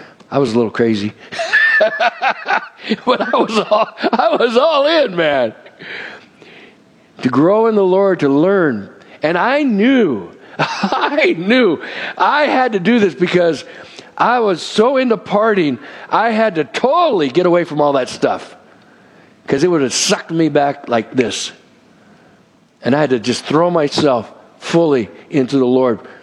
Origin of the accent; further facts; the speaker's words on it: West Covina, California, United States; where I grew up in West Covina, California, Southern Cal, it's about probably 30 to 40 minutes from L.A., going east, known as the San Gabriel Valley. It was full of smog. It was a mess.